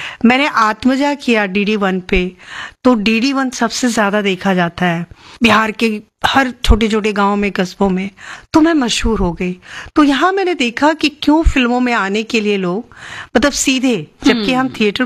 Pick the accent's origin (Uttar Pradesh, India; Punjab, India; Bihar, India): Bihar, India